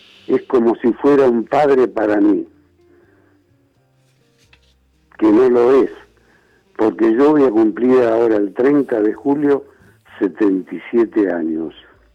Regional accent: Lanús, Buenos Aires Province, Argentina

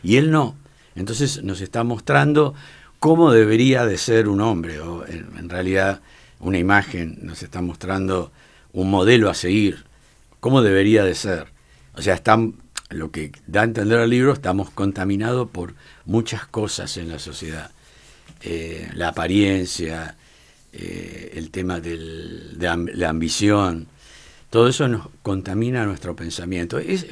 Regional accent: Bahía Blanca, Buenos Aires Province, Argentina; cuando era chico, acá en Bahía Blanca.

